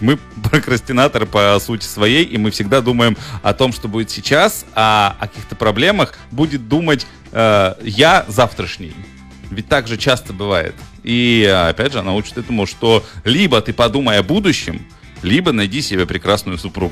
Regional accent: Omsk, Omsk Oblast, Russia; moved away; also born or lived in Chukotka; я сам родом из Омска

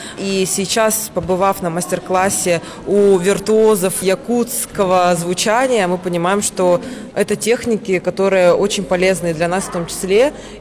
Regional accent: Kamchatka Krai, Russia; я из Камчатского края, из племени Пойтул-О. У нас тоже есть варган или хомус, но у нас он называется ванна-яяр или ванна-диадяр.

